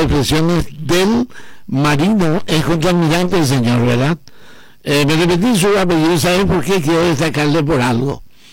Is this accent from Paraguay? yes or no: yes; Paraguay